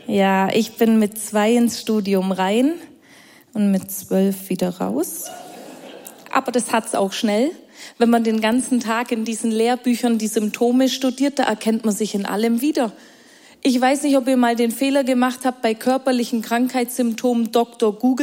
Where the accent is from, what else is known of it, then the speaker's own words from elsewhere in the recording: Bavaria, Germany; ich komme aus Bayern, also aus dem schwäbischen Teil Bayerns.